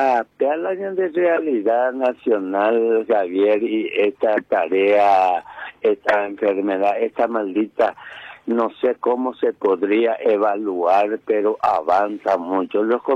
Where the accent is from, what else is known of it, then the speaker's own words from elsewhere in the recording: Paraguay; uno como ciudadano paraguayo